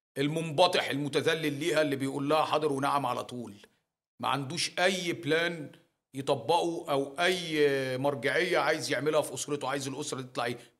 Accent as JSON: {"language": "Arabic", "country": "Egypt", "said": "انا مواطن مصري"}